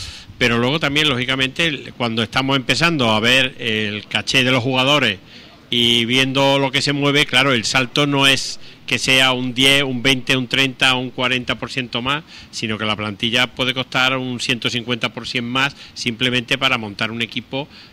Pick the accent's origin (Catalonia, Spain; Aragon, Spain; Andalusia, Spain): Andalusia, Spain; Córdoba; todos los que estamos en este mundillo y somos de Córdoba